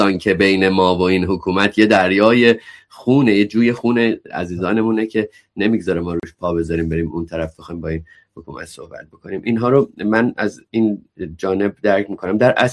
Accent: Iran; ما که غریبه نیستیم، ما خودمون ایرانی هستیم، حتما با ما میان صحبت میکنن.

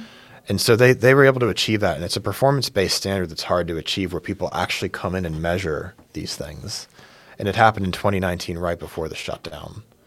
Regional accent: Pittsburgh, Pennsylvania, United States; moved away as an adult; now in Youngstown, United States; I'm from Pittsburgh. I went to Shadyside Academy, and I grew up here. I currently live in the Youngstown, Ohio area as a circumstance of COVID

